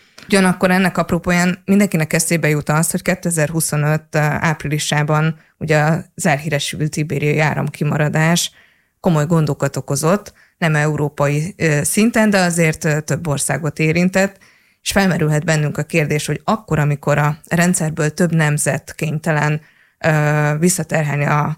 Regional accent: Paks, Tolna, Hungary; én is paksiként

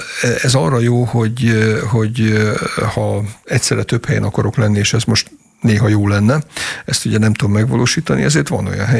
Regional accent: Zala, Hungary; nekem nincs zalai akcentusom, bár zalai vagyok

